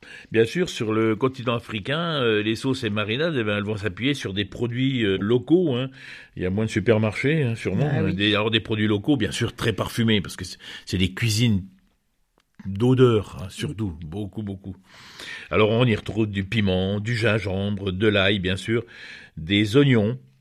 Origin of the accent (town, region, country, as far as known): France